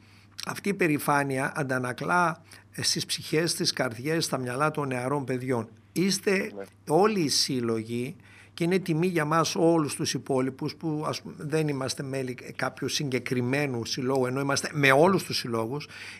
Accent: Greece; Είμαστε Έλληνες.

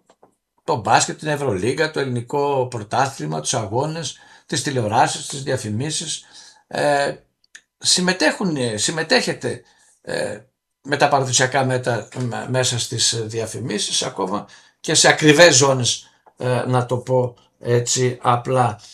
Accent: Greece; Και εμείς εδώ σαν Έλληνες έχουμε ένα πείσμα

